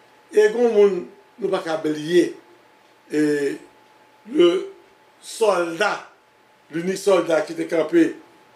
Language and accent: French; Haiti; Nous sommes jeunes d'Haïti, des jeunes petits garçons.